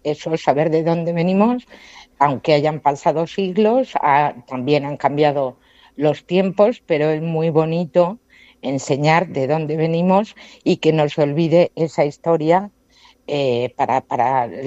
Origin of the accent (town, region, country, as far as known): Rafal, Valencian Community, Spain